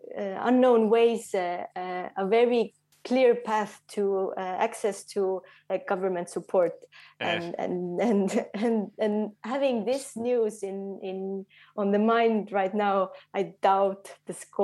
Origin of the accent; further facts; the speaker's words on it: Tallinn, Harju County, Estonia; English is a second language; also born or lived in Sweden; Yes, so I grew up in Tallinn until age 9. And then I moved to, as mentioned earlier, moved to Sweden for 2 years, became a teenager there, and came back to Estonia to live out all my teenager angst.